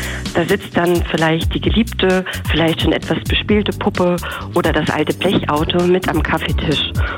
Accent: Sonneberg, Thuringia, Germany; accent: Sonneberg dialect (Sumbacherisch); Ich spreche den selber. Ich kann ein wenig sumbacherisch geplaudern, wenn ich möchte. Natürlich ein sehr eigener Dialekt, der in den südlichsten Zipfeln von Thüringen gesprochen wird.

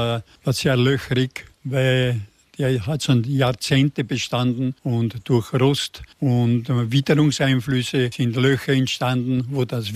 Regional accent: Rust, Burgenland, Austria; also born or lived in Eisenstadt; 15 Uhr wäre mein Weg gewesen von Eisenstadt zu meiner Heimatgemeinde Rust am See durch St. Margarethen.

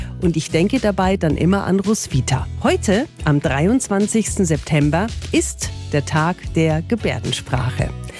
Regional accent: Regensburg, Bavaria, Germany; Ich bin in Regensburg aufgewachsen.

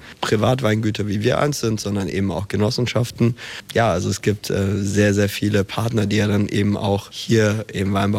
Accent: Stuttgart, Baden-Württemberg, Germany; Ja, also ich bin tatsächlich hier in Stuttgart geboren und aufgewachsen und war bis zu meinem 17. Lebensjahr wohnhaft hier in Stuttgart.

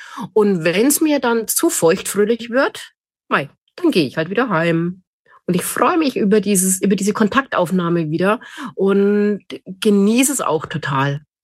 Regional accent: Bavaria, Germany; Bei uns in Bayern, in Franken, gibt es ganz, ganz viele Kirchweihen, wo man hingeht und was auch wirklich Spaß macht.

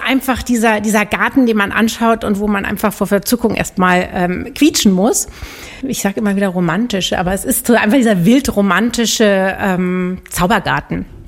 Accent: Munich, Bavaria, Germany; moved away as an adult; also born or lived in New England / France / Switzerland; Also ich bin tatsächlich direkt neben dem Hofbräuhaus in München aufgewachsen, ohne Garten, ohne Balkon.

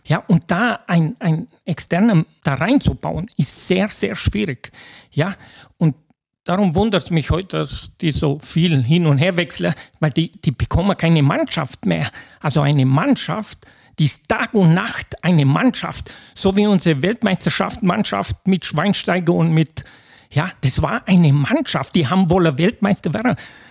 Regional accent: Blumenthal, Timiș County, Romania; moved away as an adult; bin nochmal geboren in Rumänien, Blumenthal, habe dort 20 Jahre gelebt und dann bin ich zu meiner Frau gezogen nach Bruckenau, habe dort 10 Jahre gelebt

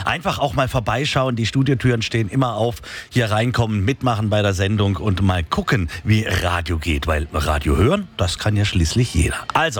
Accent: Offenburg, Baden-Württemberg, Germany; frisch den Führerschein gehabt habe und dann Richtung Pforzheim gefahren bin, von Offenburg aus, von meiner Heimat.

